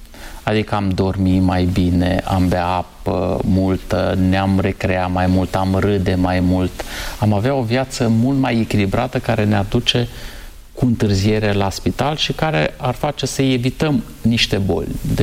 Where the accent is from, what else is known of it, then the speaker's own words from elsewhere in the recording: Suceava, Suceava County, Romania; now in Bucharest, Romania; am copilărit în Suceava